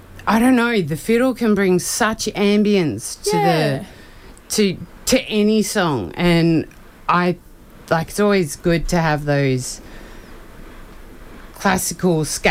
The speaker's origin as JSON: {"language": "English", "region": "New South Wales", "country": "Australia", "said": "I'm from somewhere near Tathra, and Tathra's like our closest town in New South Wales."}